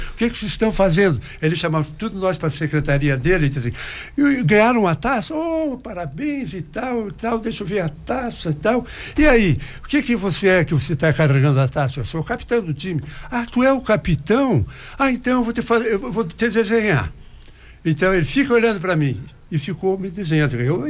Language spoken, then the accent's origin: Portuguese; Joaçaba, Santa Catarina, Brazil; also born or lived in Catanduvas; Então, a minha mãe resolveu vir morar com o pai dela, que morava aqui em Joaçaba, tinha uma cantina de bebidas, tinha uma loja, tipo assim, tipo Bonato, assim, que vendia de tudo, entende? E eu me criei ali até os 8 anos